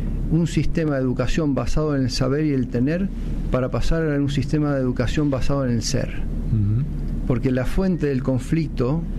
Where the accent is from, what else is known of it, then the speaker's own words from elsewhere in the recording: Colombia; moved away as an adult; yo cuando salí de Colombia no sabía de lo que me metía, no tenía ni idea de la minería. Tenía la idea de la minería ilegal en Colombia porque es una tragedia humanitaria muy grande